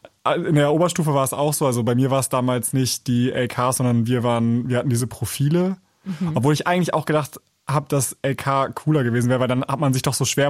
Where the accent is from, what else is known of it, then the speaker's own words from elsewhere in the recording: Schleswig-Holstein, Germany; Nee, also weil ich bin ja in Schleswig-Holstein zur Schule gegangen und ich hatte 4 Jahre Grundschule